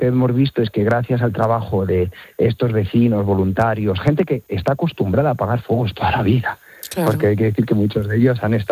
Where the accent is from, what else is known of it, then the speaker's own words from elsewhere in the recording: Las Navas del Marqués, Castile and León, Spain; Pero yo soy de la zona, yo soy de las Navas del Marqués.